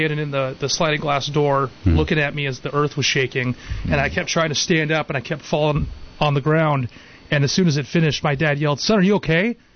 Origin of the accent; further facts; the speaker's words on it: Watsonville, California, United States; Yeah, well, so as we've already established, I'm from Watsonville.